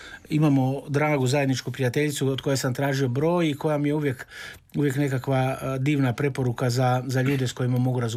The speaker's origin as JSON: {"language": "Croatian", "town": "Rijeka", "region": "Primorje-Gorski Kotar County", "country": "Croatia", "tie": "born or raised there", "lives_now": "Zagreb, Croatia", "said": "Ja sam rođeni Riječanin, za mene je Dubrovnik bio ono, na kraju onog kruga"}